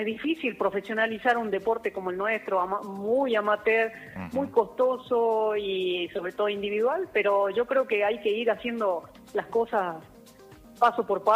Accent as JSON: {"language": "Spanish", "region": "Jujuy", "country": "Argentina", "said": "soy jujeña"}